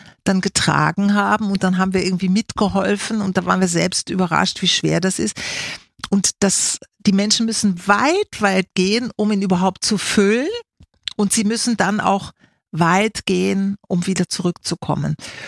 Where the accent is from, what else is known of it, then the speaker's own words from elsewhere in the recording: Austria; diese Dankbarkeit auch dafür, dass wir Wasser haben hier bei uns in Österreich